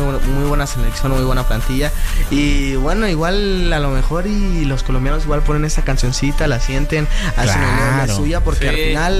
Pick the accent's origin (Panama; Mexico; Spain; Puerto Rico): Mexico